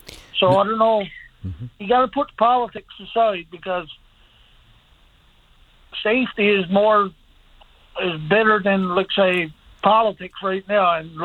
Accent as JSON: {"language": "English", "town": "Burgeo", "region": "Newfoundland and Labrador", "country": "Canada", "said": "No, I'm in a corner, but I'm from Burgio."}